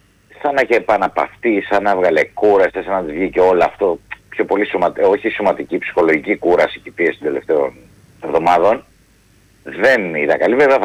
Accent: Loutsa, Attica, Greece; θα πω εκεί στα μέρη μου στη Λούτσα που έχει πολλές οδόνες

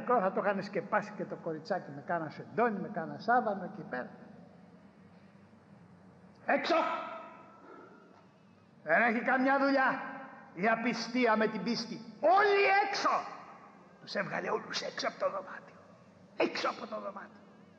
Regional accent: Piraeus, Attica, Greece; born or raised there

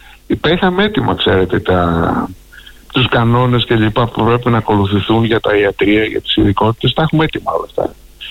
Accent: Greece

